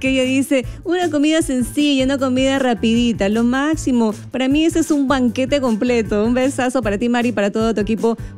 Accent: Tarapoto, San Martín, Peru; moved away; desde mi tierra, desde mi selva, desde mi tarapoto hermoso

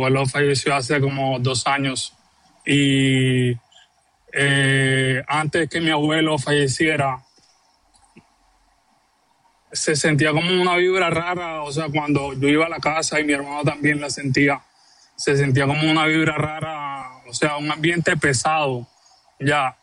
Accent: Barranquilla, Atlántico, Colombia; Yo soy de Barranquilla. Mi abuelo tiene una casa en el barrio Los Andes

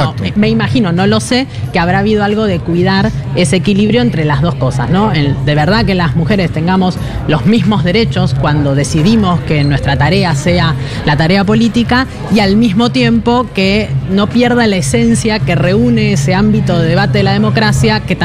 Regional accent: Argentina; porque somos argentinos

